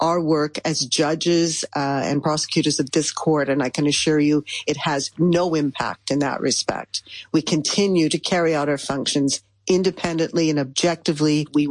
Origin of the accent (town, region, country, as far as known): Canada; now in Netherlands